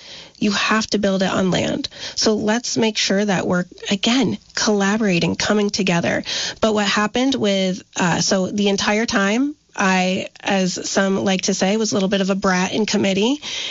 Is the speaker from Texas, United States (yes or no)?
no; Charlotte, Vermont, United States; So I grew up in Charlotte, but my family all comes from Addison County, farmers, dairy farmers. For those of my family who do not come from Vermont, they come over the border from Granby, Canada.